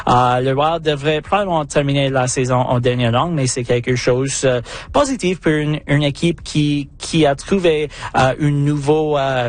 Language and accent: French; Edmonton, Alberta, Canada; born there; Je suis né à Edmonton. Dans mon cœur, il y a une pièce qui est toujours une partisane des Oilers.